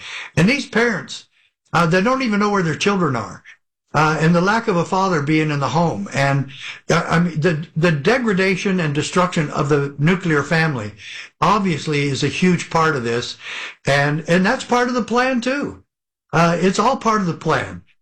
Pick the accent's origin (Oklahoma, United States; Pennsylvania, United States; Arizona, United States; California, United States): Arizona, United States; And in fact, when I grew up in Arizona playing sports, we all liked each other.